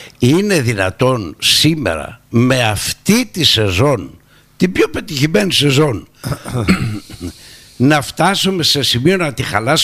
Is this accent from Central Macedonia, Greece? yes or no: no; Rhodes, South Aegean, Greece; Σαν Ροδίτης, ναι, καμαρώνω που έχουμε μία περιφέρεια που πραγματικά έχει αποδείξει ότι έχει κάνει έργο στο νησί